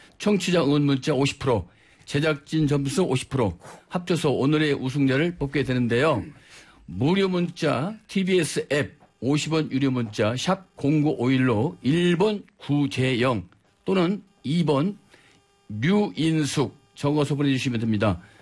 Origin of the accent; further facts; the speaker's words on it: Chungcheong, South Korea; 우리 충청도는 조금 느립니다.